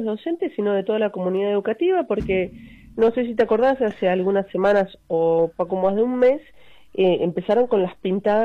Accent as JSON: {"language": "Spanish", "region": "Neuquén", "country": "Argentina", "said": "somos todos los neuquinos"}